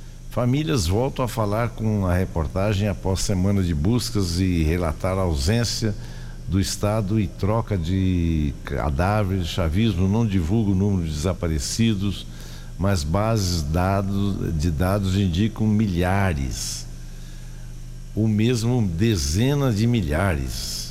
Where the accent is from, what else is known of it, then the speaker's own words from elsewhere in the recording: Venezuela; Isso que vivemos tristemente como venezuelanos.